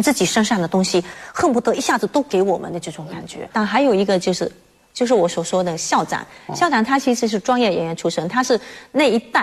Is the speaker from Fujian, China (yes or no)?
yes; Fujian, China; 因为我们福建人都是爱说福建人嘛，就是这样喜欢这样讲话，我觉得挺可爱的。